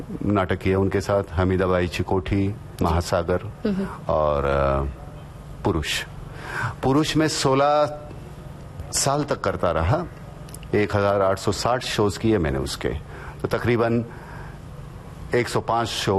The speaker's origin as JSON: {"language": "Hindi", "town": "Murud Janjira", "region": "Maharashtra", "country": "India", "tie": "born or raised there", "said": "मेरा बचपन गांव में बीता, मुरुड जंजिरा में, पहली से सातवीं तक।"}